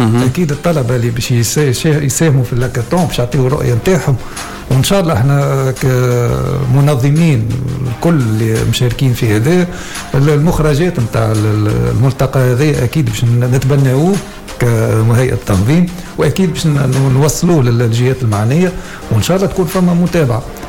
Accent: Tunisia

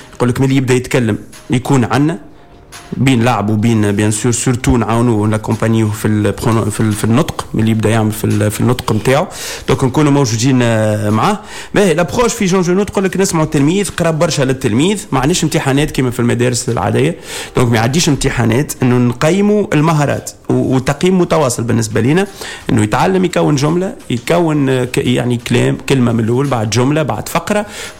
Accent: Tunisia; Maternelle, chez nous, en Tunisie, c'est à partir de 4 ans.

